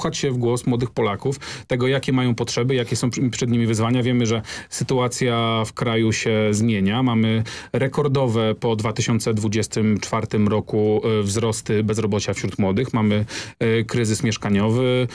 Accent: Masovian Voivodeship, Poland; Jestem z Mazowsza

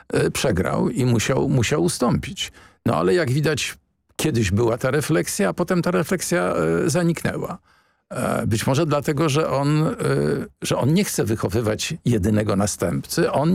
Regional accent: Warsaw, Masovian Voivodeship, Poland; born there; Jestem z urodzenia warszawiakiem

